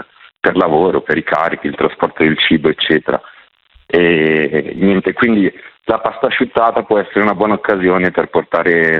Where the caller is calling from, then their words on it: Saronno, Lombardy, Italy; Da Saronno.